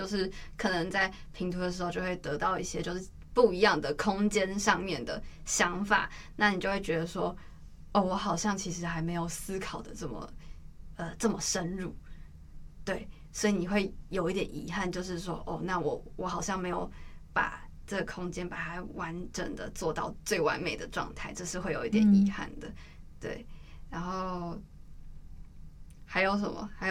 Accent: Kinmen County, Taiwan; 我在金门。

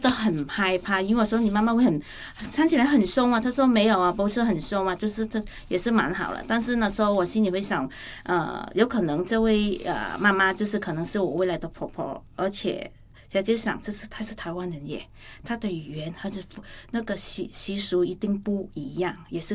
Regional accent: Vietnam; now in Taiwan; 是因为我们越南人是比较喜欢吃辣和酸的食物

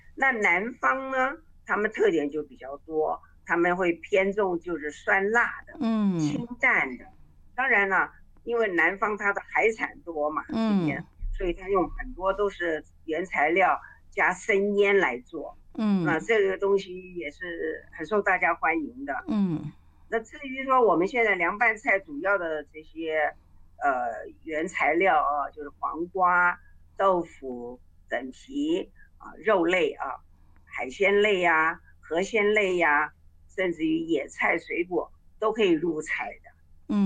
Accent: Taiwan

